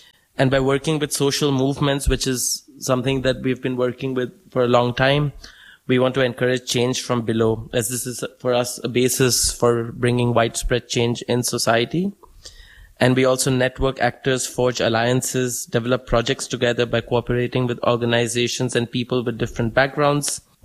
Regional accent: India; moved away as an adult; now in Leipzig, Germany; I come from India and I've been living here in Leipzig for the last 5 years, almost six now.

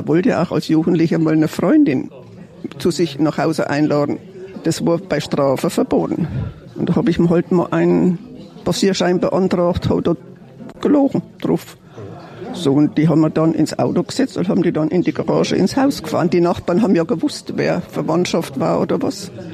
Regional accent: Germany; Aus dem fränkischen Sprachequator komme ich.

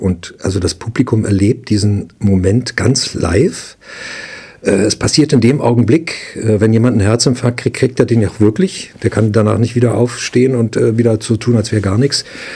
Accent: Niederlehme, Brandenburg, Germany; da gibt es eine kleine Theatergruppe, also Dramatischer Zirkel nannte sich das bei uns in Niederlehme, im Kalksandsteinwerk, die Betriebe hatten ja alle so Kulturgruppen auch

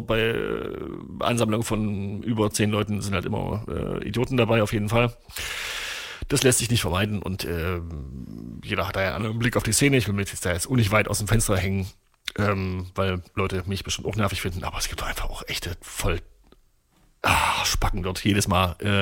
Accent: Torgau, Saxony, Germany; ich komme aus Torgau, das ist meine Heimatstadt. Meine Eltern, meine Mutter wohnt nicht weit weg vom Festivalgelände.

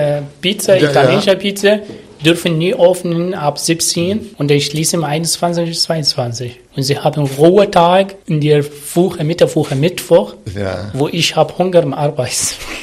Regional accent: Abu Dhabi, United Arab Emirates; German is a second language; now in Germany; Mitternacht kann ich gehen zum Shopping, weil das ist meine Heimat in Abu Dhabi, überall.

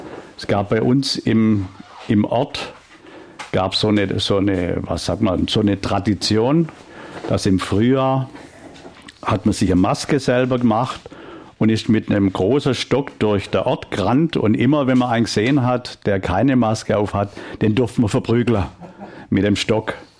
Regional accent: Weiler in den Bergen, Baden-Württemberg, Germany; Bin geboren in Weiler in den Bergen. Das ist noch kleineres Kuhnest. Bin also unter Bauern aufgewachsen

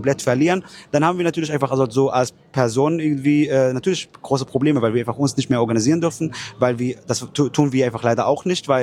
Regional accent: Palestine; beziehungsweise ich auch als Palästinenser, haben das Recht eigentlich auf Rückkehr nach Palästina.

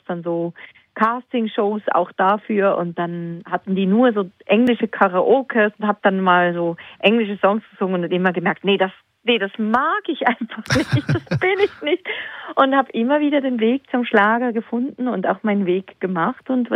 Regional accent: Switzerland; ich bin in der Schweiz geboren, in der Schweiz aufgewachsen.

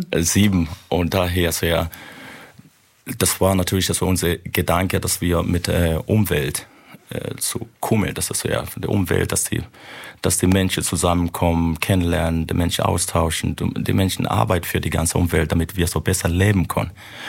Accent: Chemnitz, Saxony, Germany; Wir kommen aus Chemnitz, Karl-Marx-Stadt.

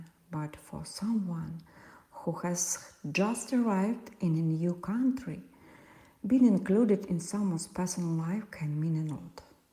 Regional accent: Senegal; English is a second language; Coming from Senegal, I am familiar with high temperatures

